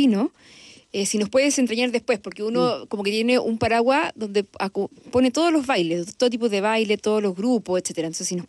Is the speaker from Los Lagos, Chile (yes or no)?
no; Santiago, Santiago Metropolitan Region, Chile; yo que soy súper santiaguina, no conozco casi el norte